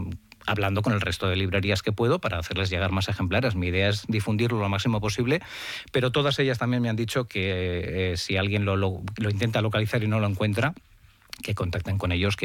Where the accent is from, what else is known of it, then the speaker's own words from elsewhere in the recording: Errenteria, Basque Country, Spain; yo me crié en Rentería